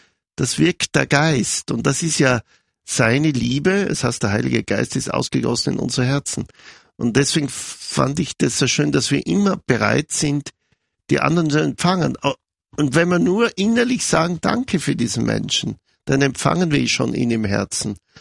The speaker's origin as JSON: {"language": "German", "region": "Styria", "country": "Austria", "tie": "born or raised there", "said": "Ich komme selber aus der Südoststeiermark von einem kleinen Bauernhof."}